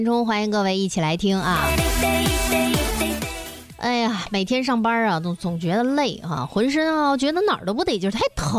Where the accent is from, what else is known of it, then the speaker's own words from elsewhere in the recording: Dalian, Liaoning, China; 咱们大连方言当中啊，说这个人长得挺姿势，